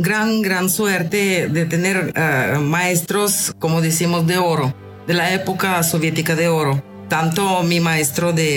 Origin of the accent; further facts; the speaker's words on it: Moscow, Russia; Spanish is a second language; Yo soy originaria de Moscú, Rusia, y mis inicios de estudio empezaron a muy temprana edad, a los 5 años.